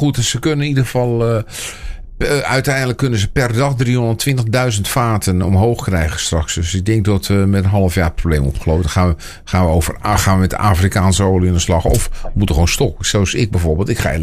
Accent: Netherlands; we zijn als Nederlanders

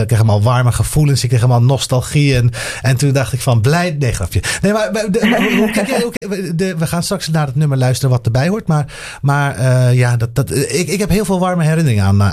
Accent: Oldebroek, Gelderland, Netherlands; We zijn natuurlijk van Oldebroek hoort niet bij Elburg, moet ik even zeggen, voor Carlijn.

